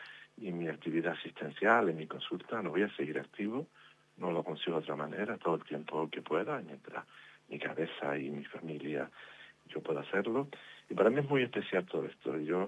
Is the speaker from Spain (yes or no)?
yes; Teror, Canary Islands, Spain; moved away; mi pueblo Terol